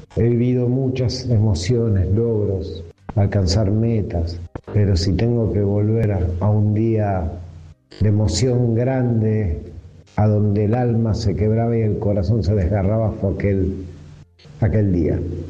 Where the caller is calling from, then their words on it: Caseros, Buenos Aires Province, Argentina; Hola, buenas noches, soy … de Caseros.